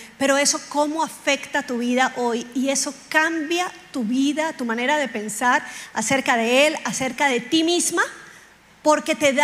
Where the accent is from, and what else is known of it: Colombia